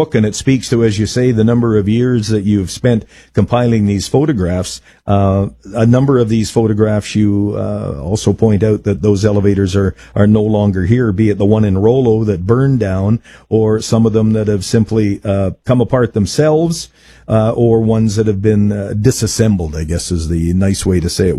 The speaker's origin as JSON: {"language": "English", "region": "Manitoba", "country": "Canada", "tie": "born or raised there", "moved": "yes", "lives_now": "Saskatchewan, Canada", "said": "a town near my hometown in southwest Manitoba."}